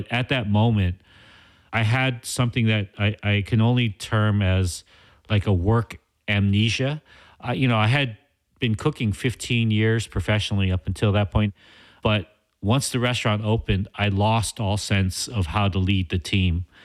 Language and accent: English; Los Angeles, California, United States; So the thing about where we're from Los Angeles. We're specifically from the central region of Los Angeles, the city, Koreatown, East Hollywood, Pico Union, Mid-City.